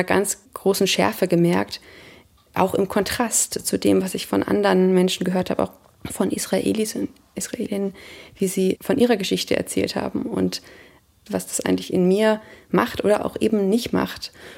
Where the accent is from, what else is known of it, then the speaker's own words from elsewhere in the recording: Germany; bin ich als Deutsche in so einer deutschen Position sozusagen mit israelischen Menschen in Kontakt gekommen